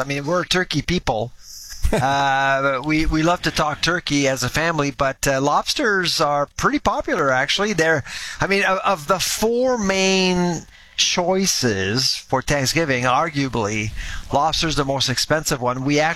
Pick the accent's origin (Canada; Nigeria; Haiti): Canada; Halifax, Nova Scotia; since we're from Halifax.